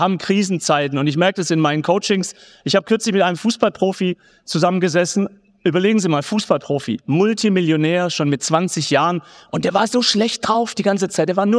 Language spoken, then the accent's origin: German; Baden-Württemberg, Germany; Schwaben hier vielleicht zufällig? Ja, ich bin selber Schwabe.